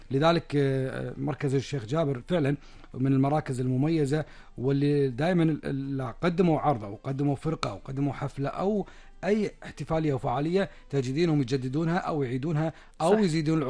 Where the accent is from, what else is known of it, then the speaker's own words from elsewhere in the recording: Kuwait; من أخبارنا في ديرتنا الحبيبة الكويت